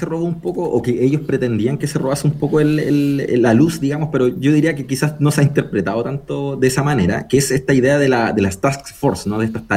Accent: Chile

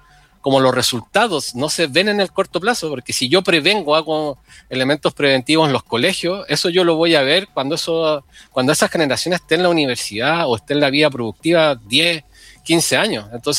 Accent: Santiago, Santiago Metropolitan Region, Chile; moved away as an adult; Por ejemplo, yo vengo de Santiago. Yo me vine a trabajar acá en la universidad

